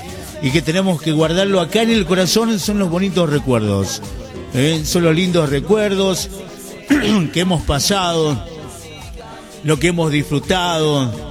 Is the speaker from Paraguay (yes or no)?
no; El Quebrachal, Salta, Argentina; nosotros lo que somos de Quebrachal